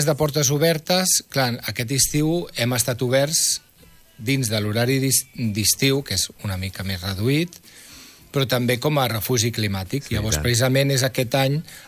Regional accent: Barcelona, Catalonia, Spain; Jo sóc de Barcelona i ho veig cada dia, però bueno, a Rubí també n'hi ha.

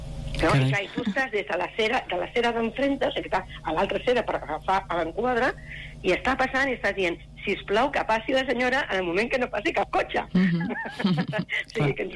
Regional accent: Sabadell, Catalonia, Spain; now in Castellar del Vallès, Spain; No, jo soc de Sabadell, però els dos vivim a Castellà, els dos vivim a Campfont.

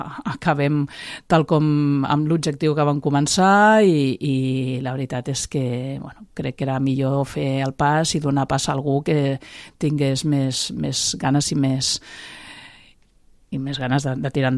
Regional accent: Cubelles, Catalonia, Spain; poder fer la meva trajectòria política al meu poble, que és en el que sempre he viscut, en el que he crescut, en el que estan crescut els meus fills

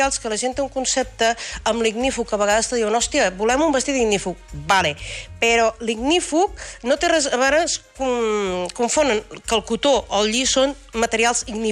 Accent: Riudoms, Catalonia, Spain; Jo sóc de Riudoms.

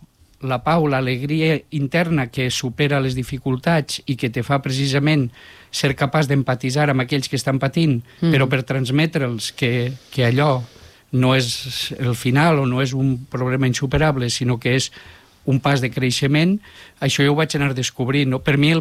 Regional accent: Betxí, Valencian Community, Spain; de Betxí, del meu poble

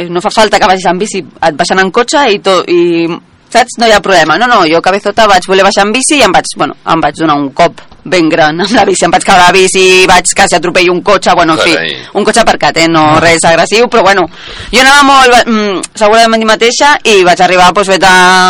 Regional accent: Catalonia, Spain; Soc catalana

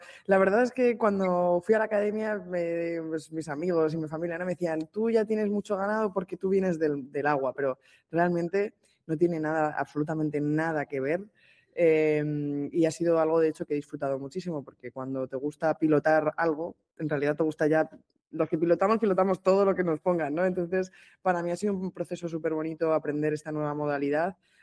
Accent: Madrid, Community of Madrid, Spain; aunque soy de Madrid, me siento mucho más mediterránea que otra cosa

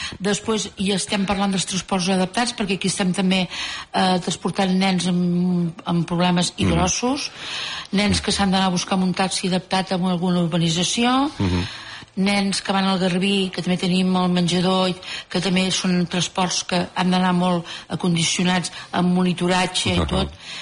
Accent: Bellvei, Catalonia, Spain; al meu poble, que és Bellvei

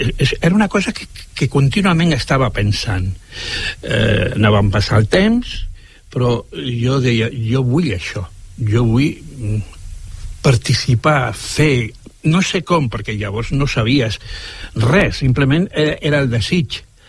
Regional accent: Alcalá de Guadaíra, Andalusia, Spain; born there; vaig néixer a Alcalá de Guadaira, un poble, bueno, és una gran ciutat de Sevilla

